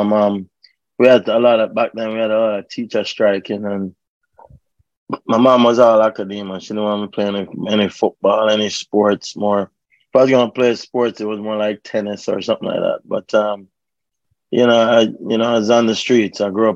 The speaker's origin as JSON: {"language": "English", "country": "Jamaica", "tie": "born or raised there", "also_born_or_lived": "England", "said": "I was born in England first, and had a broken home life, and then mom decided to go back home to Jamaica in 1968"}